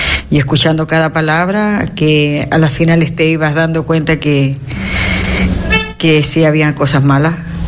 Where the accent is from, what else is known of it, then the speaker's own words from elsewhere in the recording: Artificio, Valparaíso, Chile; soy de Artificio.